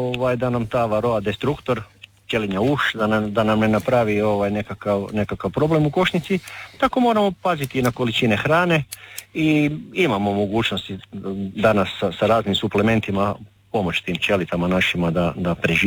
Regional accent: Primorje-Gorski Kotar County, Croatia

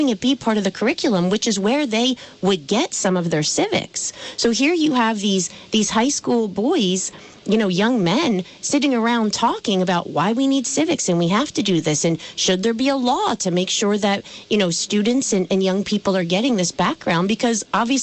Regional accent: Danville, Vermont, United States; in Danville, my hometown, over in Vermont.

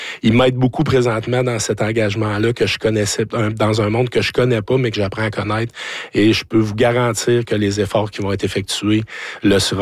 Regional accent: Val-d'Or, Quebec, Canada; chez nous à Val-d'Or.

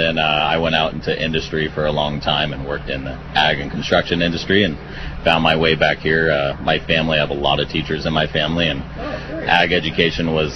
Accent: California, United States; I grew up in Siskiyou County on a large dusty ranch, and I think I probably inhaled my fair share of dust.

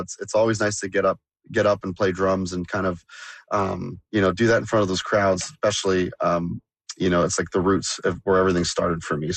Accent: North Bay, Ontario, Canada; growing up in North Bay was a huge military city. So I was around a lot of aviation, a lot of music, and a lot of hockey.

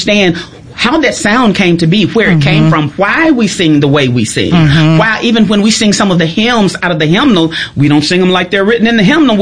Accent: Mississippi, United States; I grew up in Atala County, right? I was raised by my grandparents, and when my grandparents first got married, Camille, they were sharecroppers.

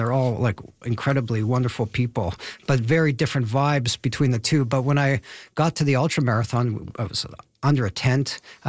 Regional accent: Canada; I'm a Canadian

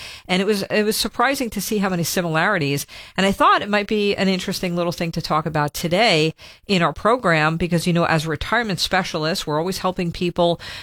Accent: New York, United States; growing up in New York

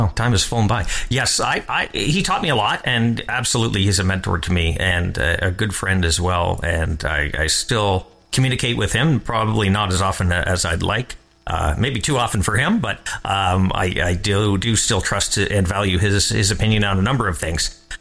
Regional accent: Bobcaygeon, Ontario, Canada; So I grew up in Bob Cajun, and I went to post-secondary for journalism, came back

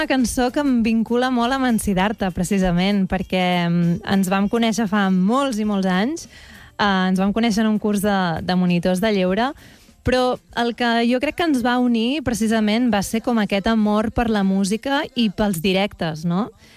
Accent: Castelló d'Empúries, Catalonia, Spain; also born or lived in Roses; Jo vaig néixer a Roses, però amb 5 anys me'n vaig anar a Castelló d'Empúries

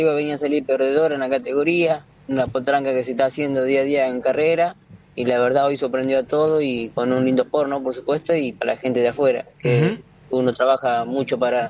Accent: Olavarría, Buenos Aires Province, Argentina; Yo soy de Olavarría, yo trabajo en la zona de Azul y todo alrededor, todo el entorno de toda la ciudad de afuera.

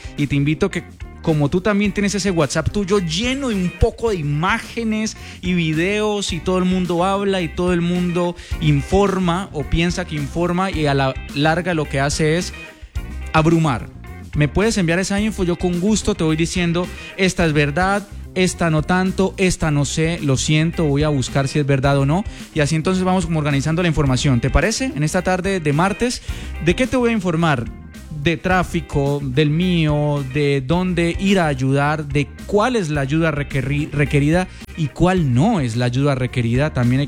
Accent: Cali, Valle del Cauca, Colombia; la situación que enfrentamos todos como caleños

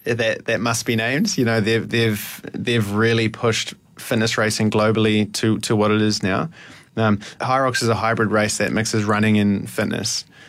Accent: New Zealand; moved away as an adult; now in Malaysia; My life growing up in New Zealand was just all revolving around sport.

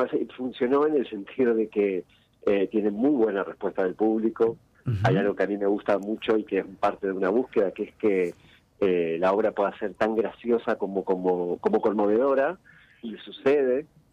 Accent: Gualeguay, Entre Ríos, Argentina; un festival en Gualeguay, que es de donde soy yo, en Entre Ríos.

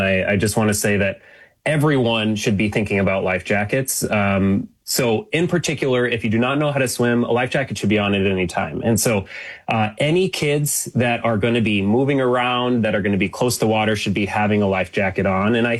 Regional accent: Federal Way, Washington, United States; I grew up in Federal Way and I love the Pacific Northwest.

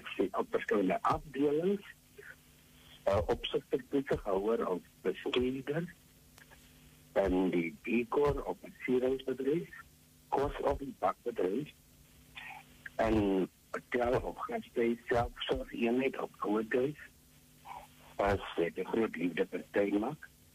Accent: Bloemfontein, Free State, South Africa; Ek is van Bloemfontein.

